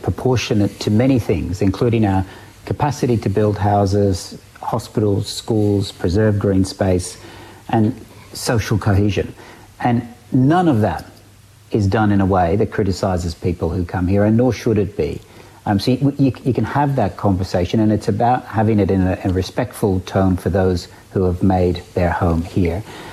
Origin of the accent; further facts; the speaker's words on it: Ireland; now in Australia; So I think Australians, including migrant Australians, and I'm a migrant from Ireland